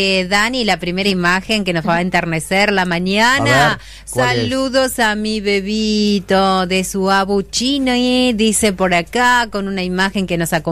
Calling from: San Antonio Oeste, Río Negro, Argentina; Desde San Antonio Oeste

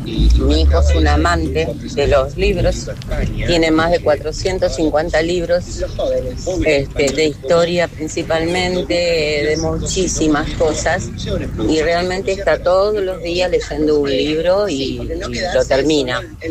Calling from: San Lorenzo, Argentina; de San Lorenzo.

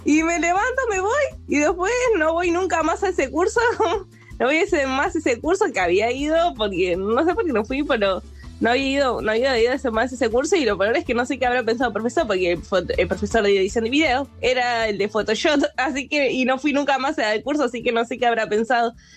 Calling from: Argentina; soy de Las Ferreras.

